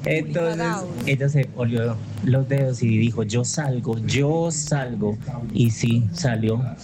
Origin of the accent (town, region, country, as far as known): Medellín, Antioquia, Colombia